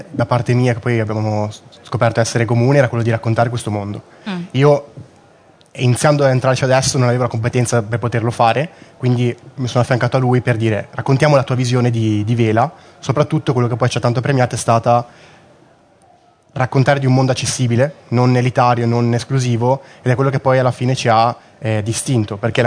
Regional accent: Liguria, Italy; Nel senso che non si è mai dovuto costruire niente con Beppe, è così, è genovese, siamo liguri

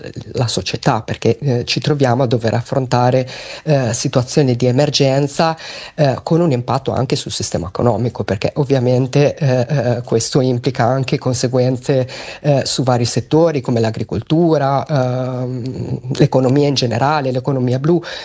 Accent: Emilia-Romagna, Italy; Io sono romagnola

